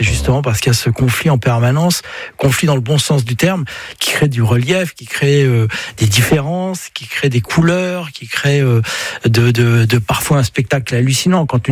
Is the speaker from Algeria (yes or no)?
no; Brittany, France; je suis breton et puis je le ressens profondément. Donc de la vallée de la Rance, juste derrière Saint-Malo